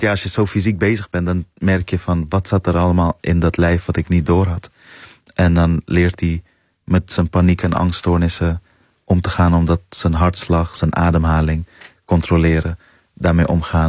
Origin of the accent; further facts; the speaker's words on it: Netherlands; het Plan van Gol, de wijk die centraal staat ook in het boek waar ik ben opgegroeid.